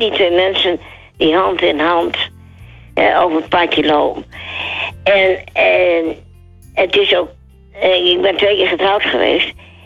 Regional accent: Groningen, Netherlands; born there; also born or lived in North Brabant / eastern Netherlands / Paterswolde / Roden; En vanaf 1949 woon ik hier in het noorden.

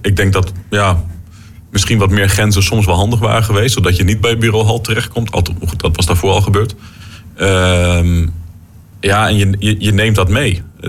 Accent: East Germany, Germany; Toen ik klein was nog in Oost-Duitsland.

